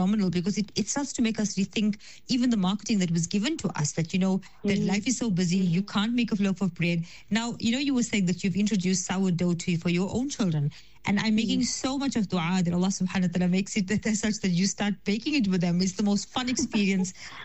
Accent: South Africa; have we as a culture, as an Indian, our South African culture, have we become so reliant on unhealthy products simply because of ease

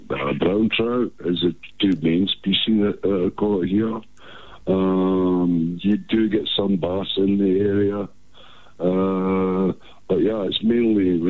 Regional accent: Scotland, United Kingdom; now in Dullstroom, South Africa; I'm actually from Scotland

